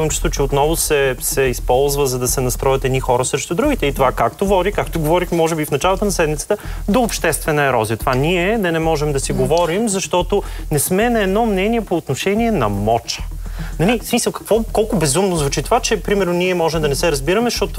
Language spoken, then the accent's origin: Bulgarian; Varna, Varna Province, Bulgaria; аз като варненец